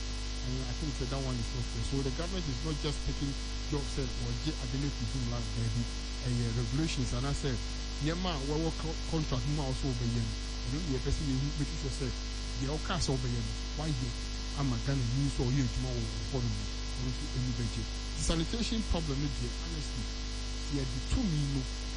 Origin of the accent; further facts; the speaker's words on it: Ghana; Say, as a Ghanaian, what's now so, Jumumumu, in your Ghana